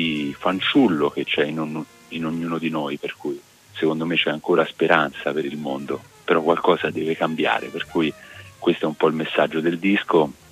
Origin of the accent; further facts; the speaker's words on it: Marche, Italy; io sono marchigiano